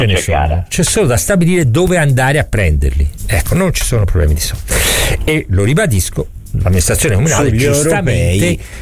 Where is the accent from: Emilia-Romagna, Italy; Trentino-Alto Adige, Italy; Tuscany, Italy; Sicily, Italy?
Tuscany, Italy; Florence; io sono fiorentino